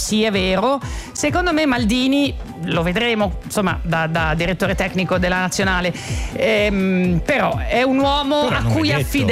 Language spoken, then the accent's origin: Italian; Switzerland; first language Italian; moved away as an adult; now in Italy; io sono nata e cresciuta in Svizzera, sono in Italia da più di 30 anni.